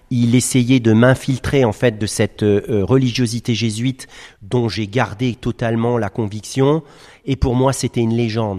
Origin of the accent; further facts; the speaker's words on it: Sarrebourg, Grand Est, France; J'ai grandi à Sarrebourg ici et je suis lorrain. … d'ailleurs est un nom lorrain.